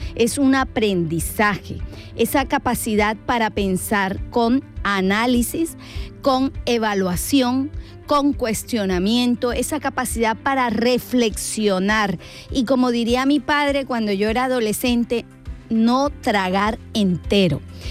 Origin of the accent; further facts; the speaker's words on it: Colombia; especialmente para nosotros los colombianos. Yo soy colombiana